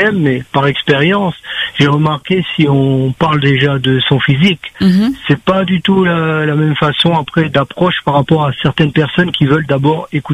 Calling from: Saint-Benoît, Réunion; moi, je suis de Saint-Benoît. Je préfère de Saint-Benoît.

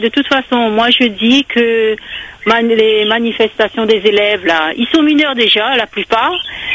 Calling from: Réunion

